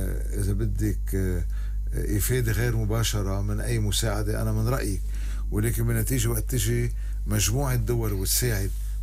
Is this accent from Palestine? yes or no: no; Lebanon